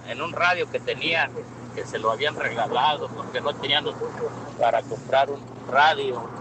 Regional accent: Doctor Mora, Guanajuato, Mexico; había una radio ahí en mi pueblo, ahí en Doctor Mora, Guanajuato.

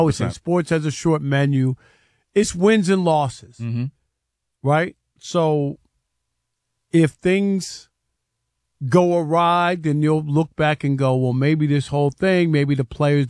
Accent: Queens, New York, United States; I grew up in Queens. I used to go to Jets games at Shea Stadium.

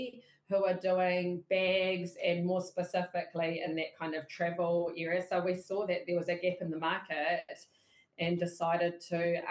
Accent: Northland, New Zealand; I am a proud Northern bred wahine Māori, born and bred in Taitokerau, Northland girl through and through

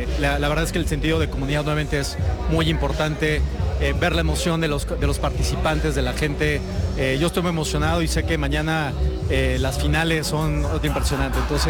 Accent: Mexico; Soy de México

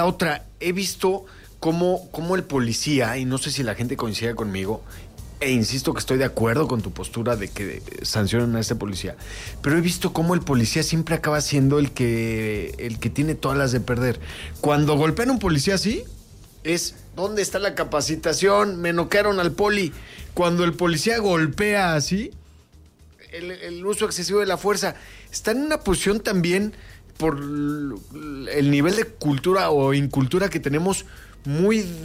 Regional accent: Querétaro, Mexico; No nos hace falta como mexicanos, ni siquiera como queretanos.

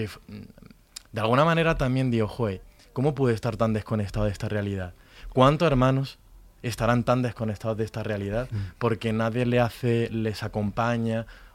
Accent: Andalusia, Spain; yo que soy de Andalucía y que pertenecía a la Asociación 22Q de Andalucía, no había mucho, hay muy poco.

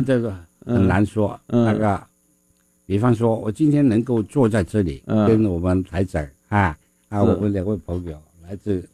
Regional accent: Vietnam; moved away as an adult; now in Washington State, United States; 我们从出生在越南

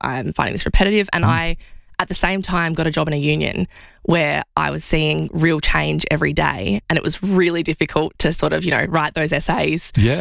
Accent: Wallaroo, South Australia, Australia; moved away as an adult; now in Adelaide, Australia; Born and raised in Wallaroo.

